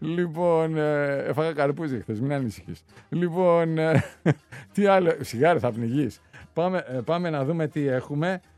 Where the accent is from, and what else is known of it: Piraeus, Attica, Greece; born or raised there